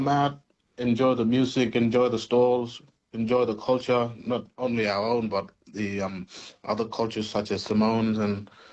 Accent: Tennant Creek, Northern Territory, Australia; I'm a local. I grew up in Tennant

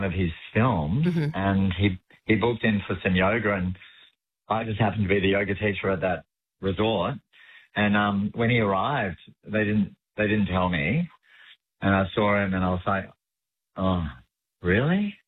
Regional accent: Sydney, New South Wales, Australia; born there; I was born on Crown Street, and then, I taught at another gym further down the road

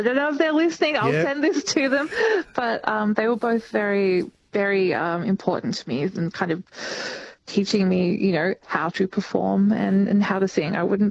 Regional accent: St Kilda, Victoria, Australia; Well, I think this has maybe been lost in translation, but I grew up in St Kilda, but I've married someone who is a country boy.

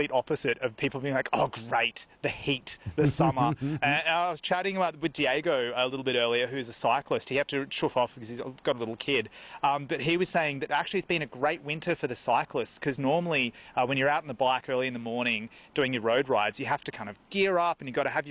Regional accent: Queensland, Australia; Yeah, I've had to relocate to chase the sun to stay warm because I'm still a Queenslander and I get cold in the shade.

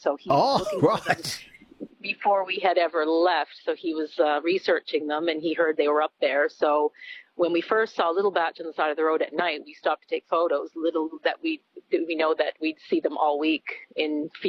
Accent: Canada; moved away; because I'm originally Canadian. I've only lived here for about 10 years

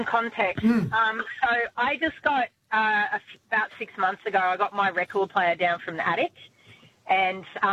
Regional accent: Sydney, New South Wales, Australia; And I was down in Melbourne. I'm from Sydney, down in Melbourne, trawling vintage shop stores looking for vinyl.

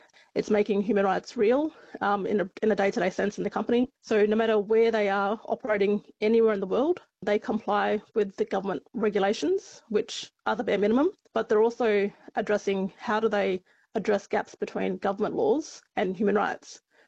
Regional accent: Norseman, Western Australia, Australia; also born or lived in Esperance; Growing up in Norseman and Esperance, mining's been very much a visible part of my life, with the tailings dam right there across the block from where I grew up.

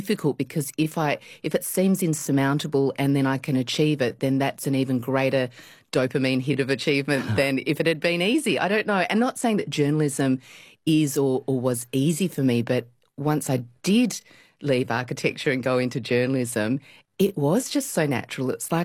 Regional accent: Australia; as an Asian growing up in Australia in the 70s, there was nobody in the media who was mirroring me back to me

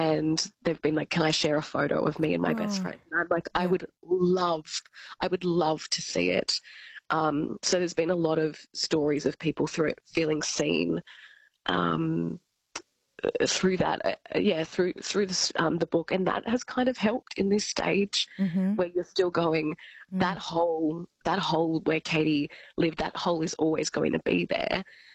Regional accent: Albury, New South Wales, Australia; Albury, yes. And so they're just on the Wodonga side, the theatre.

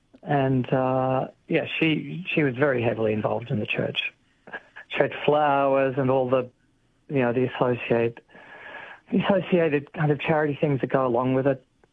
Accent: Ballarat, Victoria, Australia; So, yes, I have a pretty strong link, even though I grew up in Ballarat.

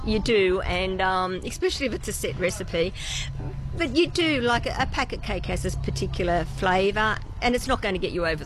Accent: Cessnock, New South Wales, Australia; I'm from Cessnock.

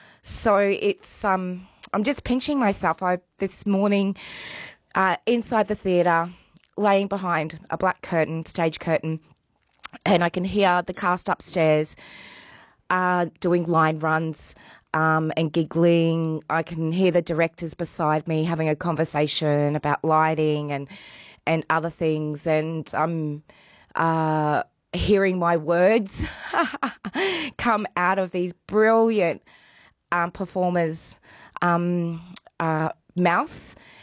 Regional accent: Cloncurry, Queensland, Australia; born there; So I was born in Cloncurry. So, you know, we say … from Cloncurry.

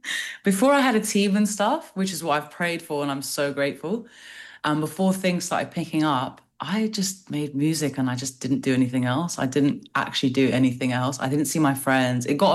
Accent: Kosovo; And honestly, I'm from Kosovo. We love it.

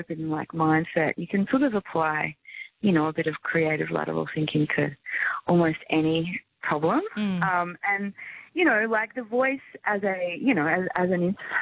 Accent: Queensland, Australia; Well, we I don't know about you, but I'm from Queensland, so I took the, you know … quite seriously.

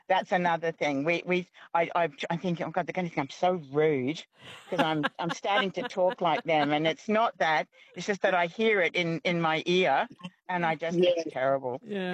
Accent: Australia; And musical people and being musical Australian. When Australians are overseas, I have a really hard time when I'm with Americans or English or anybody, not to start to suddenly go into their accent

